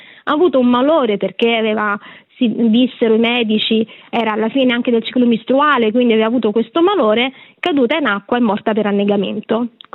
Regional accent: Rome, Lazio, Italy; io sono di Roma

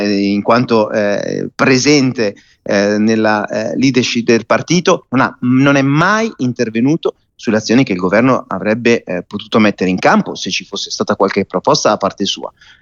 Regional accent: Milan, Lombardy, Italy; accent: Milanese; io sono milanese, lo sentite dal mio accento

